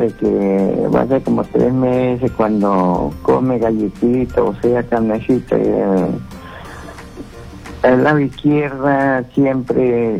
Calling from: San Vicente de Cañete, Lima, Peru; Soy de acá de Villa del Carmen, sector 1, San Vicente Cañete.

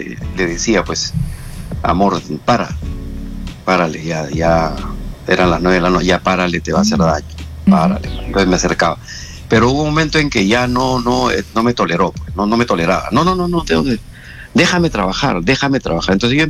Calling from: Lima, Peru; de tu caserito, de Surco

